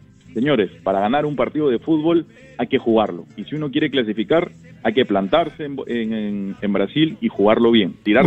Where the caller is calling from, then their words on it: Lima, Peru; yo soy hincha de la U, soy acá de Lima